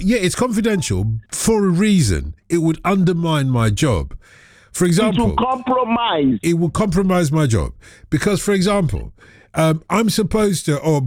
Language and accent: English; Lagos, Nigeria; from Lagos.